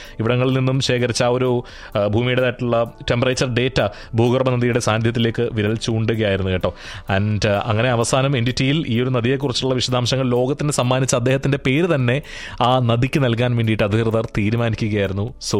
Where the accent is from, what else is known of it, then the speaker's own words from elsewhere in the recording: Kerala, India; ഞങ്ങളുടെ നാട്ടിലൂടെ ഒരുങ്ങുന്ന കല്ലടയാർ